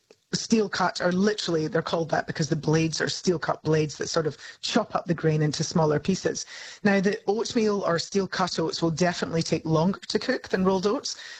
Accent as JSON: {"language": "English", "region": "Scotland", "country": "United Kingdom", "said": "I love saying porridge is so good as a Scot."}